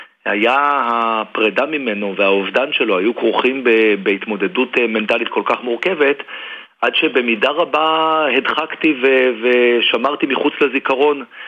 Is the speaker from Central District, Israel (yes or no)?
no; Jerusalem, Jerusalem District, Israel; also born or lived in United States; אני ירושלמי, גדלתי בירושלים, ואומנם אחר כך הרחקתי עד לצידו השני של האוקיינוס וחייתי הרבה שנים בארצות הברית, ועכשיו אני חי בישראל, אבל בעיר אחרת